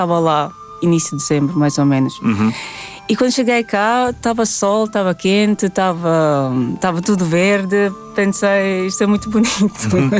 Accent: Latvia; Portuguese is a second language; moved away; Perguntava de onde é que eu sou. Disse que sou da Letónia. Pessoas não sabiam e tentei localizar, mais ou menos no mapa.

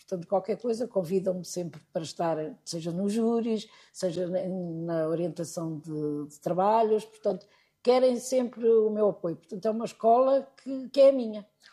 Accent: Coimbra, Centro, Portugal; moved away as an adult; now in Fundão, Portugal; Portanto, sou de Coimbra, também é natural.

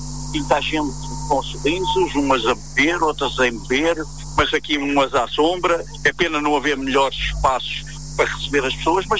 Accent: Malveira, Lisbon, Portugal; Eu sou nascido e criado na Malveira e nada melhor que estar presente, representar a minha terra, a terra que me viu nascer

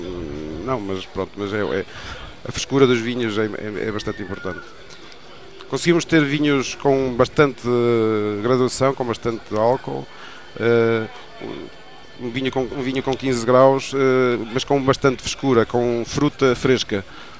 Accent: Pinhão, Norte, Portugal; born there; now in Macedo de Cavaleiros, Portugal; eu sou do Pinhão, não é? Conheço o Douro, nasci lá

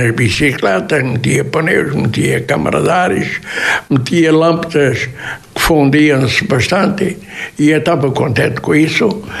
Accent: Portugal; born there; moved away; É de onde eu sou. Sou da freguesia de Esperança.

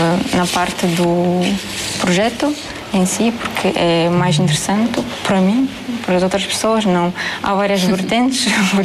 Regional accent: Moldova; Portuguese is a second language

